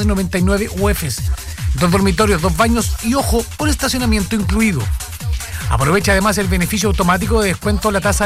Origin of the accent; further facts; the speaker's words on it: Chile; voy a hablar este tema como ciudadano chileno.